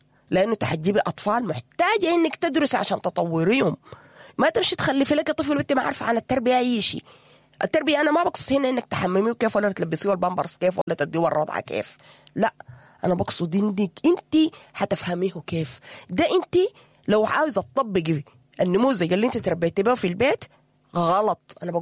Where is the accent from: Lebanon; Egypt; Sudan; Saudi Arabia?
Sudan